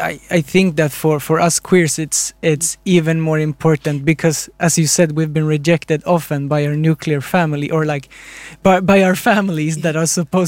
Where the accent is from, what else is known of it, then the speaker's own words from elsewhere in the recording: Sweden; growing up in Sweden